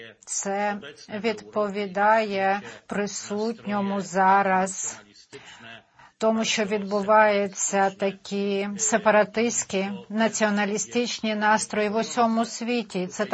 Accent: Subcarpathian Voivodeship, Poland; я родом із Підкарпаття, з південно-східної частини Польщі. Більш-менш моя місцевість знаходиться приблизно 30 кілометрів від кордону із Словаччиною, 80-90 з кордоном з Україною.

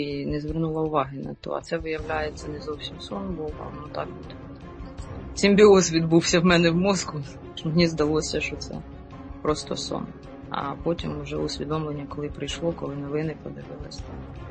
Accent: Dnipro, Dnipropetrovsk Oblast, Ukraine; Я сама з Дніпра.

